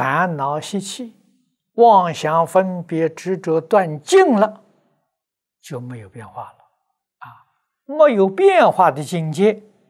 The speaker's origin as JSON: {"language": "Chinese", "country": "China"}